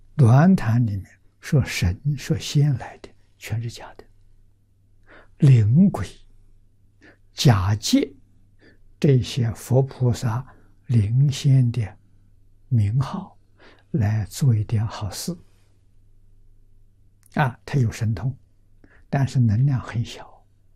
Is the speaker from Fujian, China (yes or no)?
yes; Fujian, China; born there; moved away; 我小时候在福建住过6年